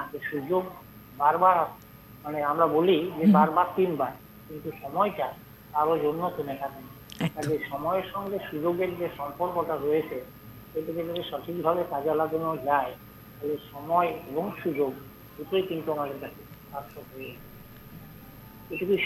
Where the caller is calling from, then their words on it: Durgapur, West Bengal, India; পশ্চিমবঙ্গের বীরভূম জেলার দুর্গাপুর থেকে